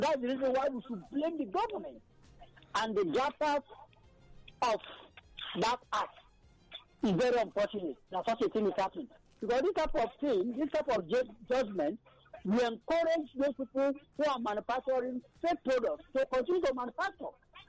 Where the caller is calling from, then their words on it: Abaranje, Lagos, Nigeria; I'm calling from Abaranjan.